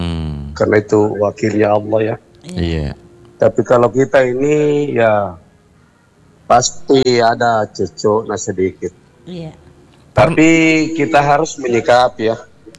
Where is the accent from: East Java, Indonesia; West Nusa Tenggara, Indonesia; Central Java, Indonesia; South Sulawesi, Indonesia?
South Sulawesi, Indonesia; Makassar; kita orang Makassar itu